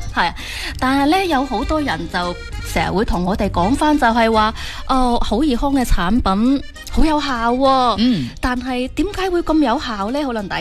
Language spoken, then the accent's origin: Cantonese; Foshan, Guangdong, China; 其实我咧都系土生土长嘅佛山顺德人嚟嘅